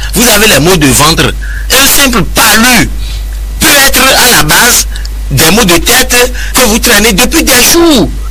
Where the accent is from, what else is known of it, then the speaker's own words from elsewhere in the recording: Benin; Je suis béninois. Je suis béninois.